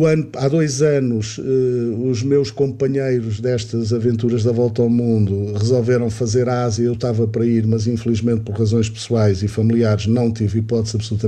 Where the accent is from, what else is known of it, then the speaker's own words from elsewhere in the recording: Angola; Eu talvez como africano, porque eu nasci em Angola, e ao viver ainda muito tempo em Angola, acho que muda uma coisa.